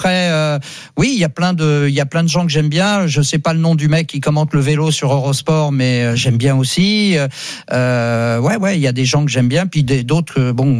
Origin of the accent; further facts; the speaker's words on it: Paris, Île-de-France, France; born there; now in Joinville-le-Pont, France; Je suis né à Paris